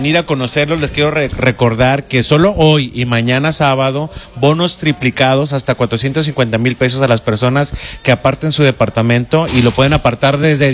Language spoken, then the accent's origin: Spanish; Mazatlán, Sinaloa, Mexico; Y los de Mazatlán, amamos que vengan por acá para Mazatlán.